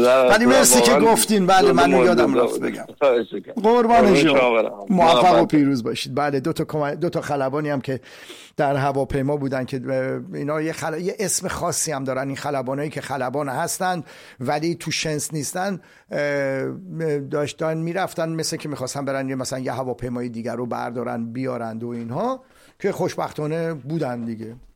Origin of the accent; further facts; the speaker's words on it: Iran; خب حالا که صحبت وطنمون و عزیزان و همه میهندوستان و عزیزان و مردم ایران و اینا شد